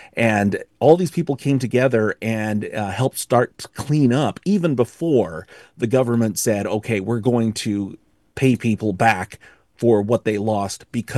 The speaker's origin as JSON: {"language": "English", "region": "Idaho", "country": "United States", "tie": "born or raised there", "said": "I grew up in Eastern Idaho. I was on the news over there, first with KIDK, then KPVI."}